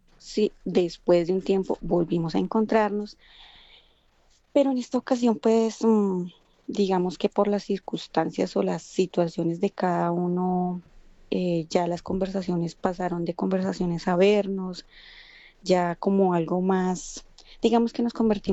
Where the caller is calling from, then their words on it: Bogotá, Bogotá Capital District, Colombia; desde mi amada y fría Bogotá.